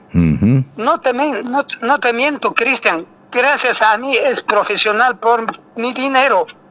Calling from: Calca, Cusco, Peru; nuestra provincia de Calca

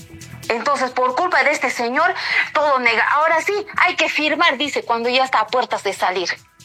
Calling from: Cusco, Peru; Me da mucha pena por mi ciudad, soy cusqueña

